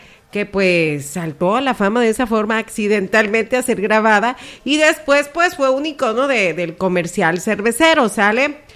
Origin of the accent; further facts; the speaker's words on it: Mexico; Yo soy mexicana y yo le voy a México.